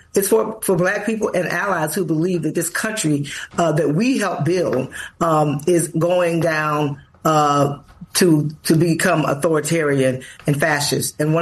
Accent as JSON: {"language": "English", "region": "Florida", "country": "United States", "said": "I'm from Florida, one of the states I don't think y'all put up."}